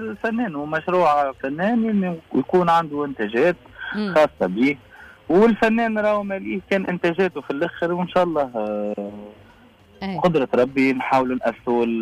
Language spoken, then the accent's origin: Arabic; Tunisia